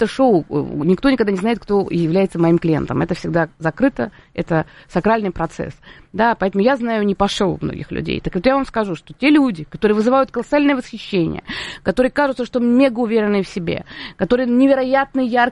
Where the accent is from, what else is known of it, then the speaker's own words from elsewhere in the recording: Moscow, Russia; born there; И с того момента, когда я пережила эти три дня, и когда мы попали в Москву, хотя я родилась в Москве, мы уезжали потом